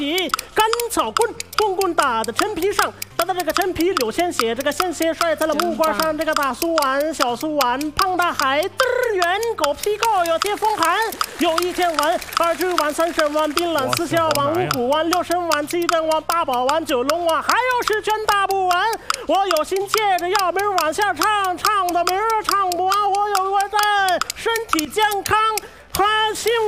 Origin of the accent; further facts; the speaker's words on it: Madagascar; Chinese is a second language; now in Beijing, China; 大家好，我是来自马达加斯加的 … ，我现在是北京外国语大学的马达加斯加语专业的老师。